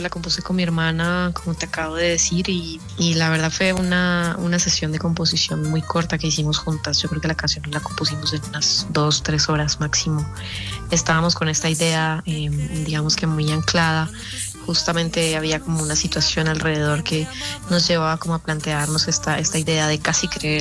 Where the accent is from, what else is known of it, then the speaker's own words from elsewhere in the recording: Santander, Colombia; Bueno, yo soy una artista santandereana, ya con más de 20 años de carrera.